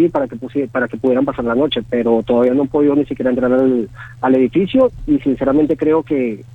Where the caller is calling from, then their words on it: Caracas, Capital District, Venezuela; Yo vivo en San Martín, en Caracas.